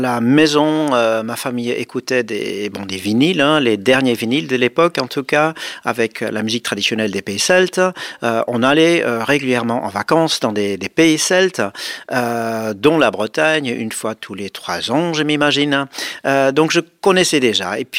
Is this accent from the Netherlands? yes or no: yes; Netherlands; French is a second language; now in France; Je suis originaire des Pays-Bas et depuis tout petit, je m'intéresse au monde autour de moi